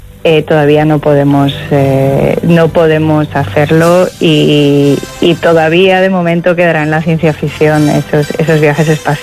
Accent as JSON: {"language": "Spanish", "town": "Palencia", "region": "Castile and León", "country": "Spain", "moved": "as an adult", "lives_now": "La Palma, Spain", "said": "para todos los palentinos que nos vamos fuera para ejercer nuestra profesión"}